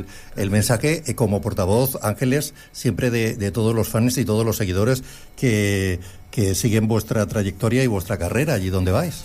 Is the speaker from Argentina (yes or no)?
yes; Argentina; Pero siendo argentino, estando en pleno Mundial